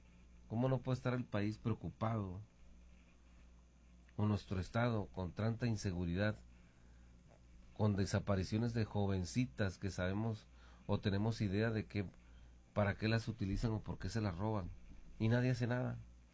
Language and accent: Spanish; Mexico